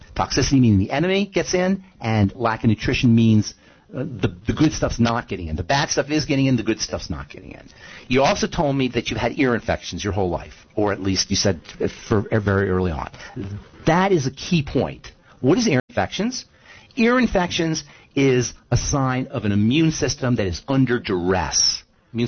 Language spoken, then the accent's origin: English; Trenton, New Jersey, United States; I grew up in Trenton. I know all about Philly.